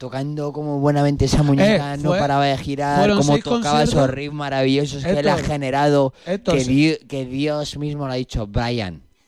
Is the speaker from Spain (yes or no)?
yes; Castile, Spain; yo soy castellano